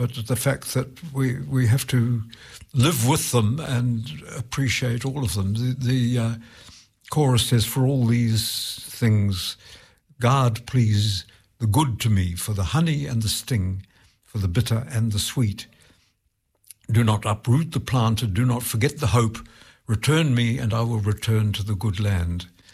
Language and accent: English; New Zealand; as a New Zealander, as a Kiwi